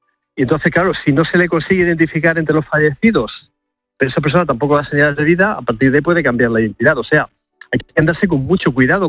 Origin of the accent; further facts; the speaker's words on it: Almería, Andalusia, Spain; en este caso concreto de Almería, que por cierto es mi tierra y no, vengo muy lejos de por allí, sí, de mi querida Almería